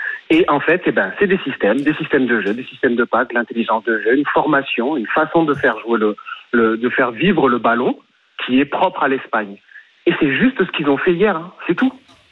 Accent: Montpellier, Occitanie, France; born there; moi, je viens de Montpellier.

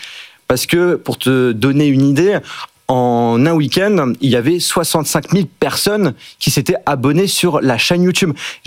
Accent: Strasbourg, Grand Est, France; now in Lyon, France; à Lyon, mais sinon de base, je suis alsacien, strasbourgeois.

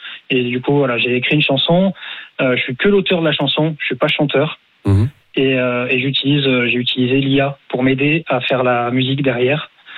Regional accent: Mont-de-Marsan, Nouvelle-Aquitaine, France; Je suis originaire de Mont-de-Marsan, dans le sud-ouest de la France.

